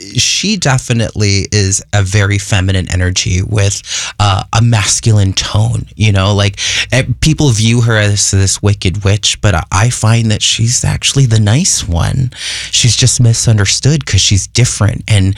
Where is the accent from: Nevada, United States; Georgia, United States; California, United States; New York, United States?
California, United States; Fresno; Well, I did do some growing up in Fresno, California, and that was my first taste of theater.